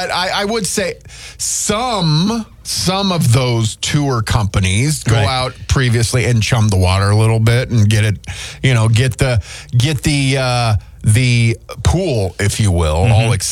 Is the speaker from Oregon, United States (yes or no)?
yes; Oregon, United States; Oh, yeah, fly fishing. Yeah, I grew up on a fly fishing only river.